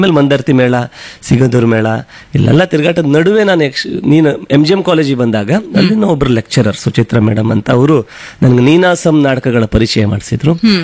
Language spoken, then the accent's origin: Kannada; Udupi district, Karnataka, India; ಅವನು ಮತ್ತೆ ನಾನು 2 ಉಡುಪಿ ಜಿಲ್ಲೆ ಸೆಲೆಕ್ಟ್ ಆಗಿದ್ವಿ.